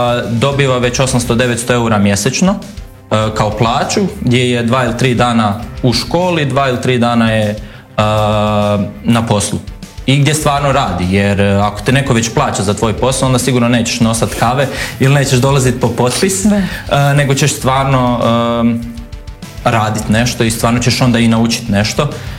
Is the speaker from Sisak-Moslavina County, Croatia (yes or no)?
yes; Petrinja, Sisak-Moslavina County, Croatia; ja sam inače iz Petrinje, tamo Petrinja, Sisak, taj dio